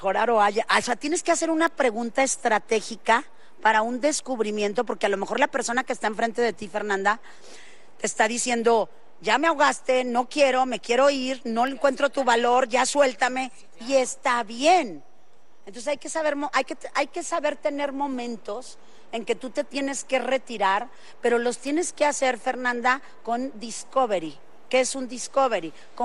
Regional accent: Monterrey, Nuevo León, Mexico; accent: norteño; soy norteña

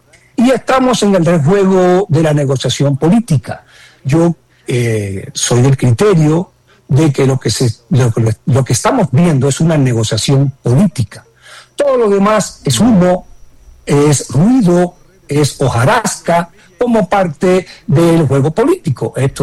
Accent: Cuba; born there; yo nací en Cuba, así que hablo mucho.

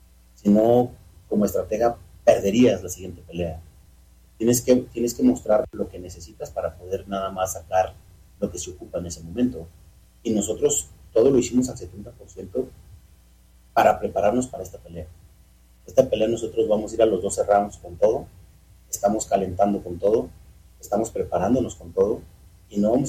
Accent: San Luis Potosí, Mexico; yo vengo del esfuerzo, vengo de abajo. Yo nací en San Luis Potosí. Yo no vengo de fuera, yo no soy foráneo. Yo aquí crecí, yo conozco a todos de toda la vida.

